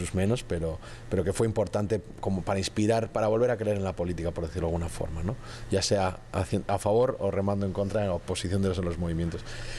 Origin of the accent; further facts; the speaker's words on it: Basque Country, Spain; moved away as an adult; also born or lived in Belgium / Uruguay; me identifican como vasco